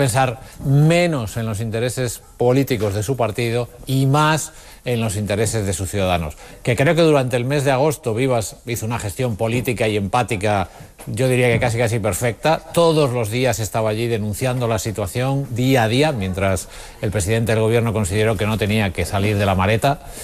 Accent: Galicia, Spain

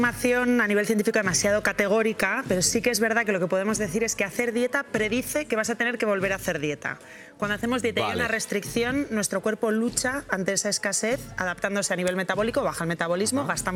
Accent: Basque Country, Spain; somos vascos

